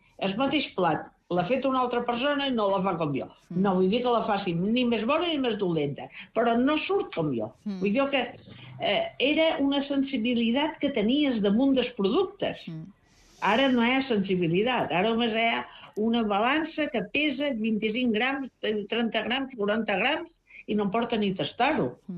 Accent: Ibiza, Balearic Islands, Spain; jo com a eivissenca i que ja tinc anys, em dol molt. Perquè he viscut una època de quan jo era joveneta, ara que tinc 79 anys

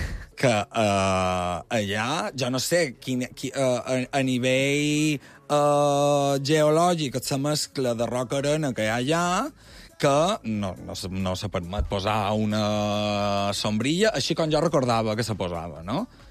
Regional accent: Balearic Islands, Spain; a mi com a mallorquí

